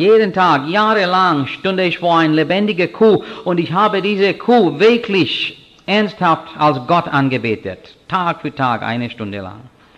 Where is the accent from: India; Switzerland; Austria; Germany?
India; German is a second language; moved away; Also als Inder, ich bin Christentum und Jesus Christus sehr dankbar.